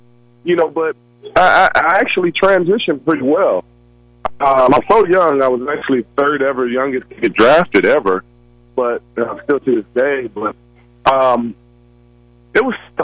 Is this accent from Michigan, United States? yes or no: no; Chicago, Illinois, United States; We're from Chicago, so, you know, we moved out the city just to get out the violence and all the bad stuff that was going on.